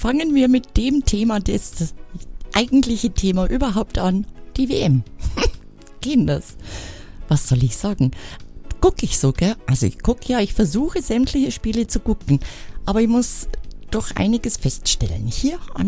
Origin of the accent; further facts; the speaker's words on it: Germany; Als Deutscher hier in unserem Fußballland.